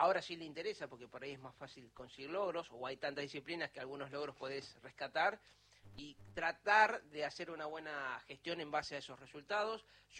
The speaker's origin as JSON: {"language": "Spanish", "region": "Santa Fe", "country": "Argentina", "said": "Y bueno, es provincia de Córdoba, yo soy Santa Fe, pero pasamos por ahí muy cerca, muy pegado."}